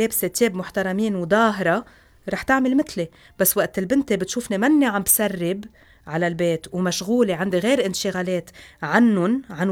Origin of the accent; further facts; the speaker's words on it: Lebanon; نحن كلبنانيه